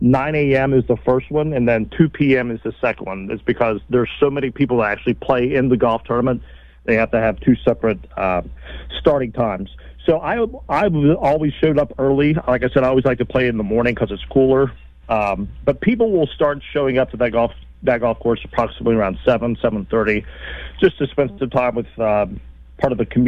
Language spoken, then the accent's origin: English; Marion County, West Virginia, United States; I'm from Marion County.